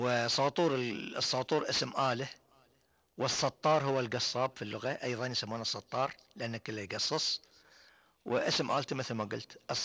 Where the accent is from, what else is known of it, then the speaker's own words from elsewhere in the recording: Bahrain; وعندنا في البحرين ما أقدر أقول إن فترة المطر، ولكن في كثير من الدول العربية هي فترة المطر.